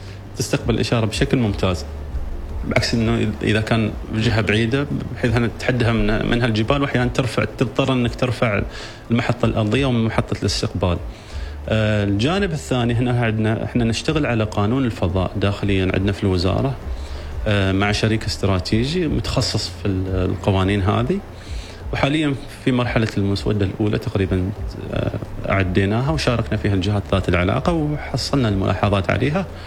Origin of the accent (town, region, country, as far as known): Oman